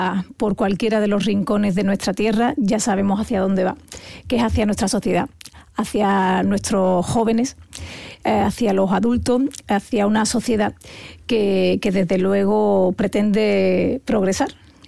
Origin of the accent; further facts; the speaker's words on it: Andalusia, Spain; como andaluza que soy.